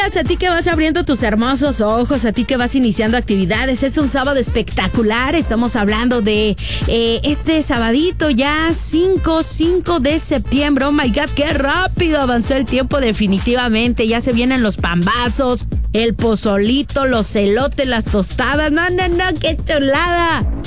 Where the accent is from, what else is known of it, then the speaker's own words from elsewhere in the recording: Mexico; somos mexicanos.